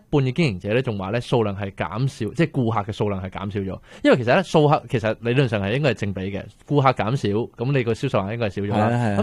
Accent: Canada; 其实我哋加拿大人咧，究竟加加埋埋咧，每日咧系用餐几多次咧？

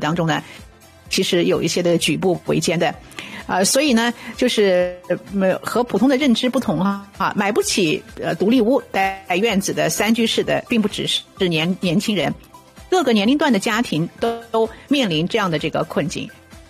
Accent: Canada; 对我们加拿大人来讲呢

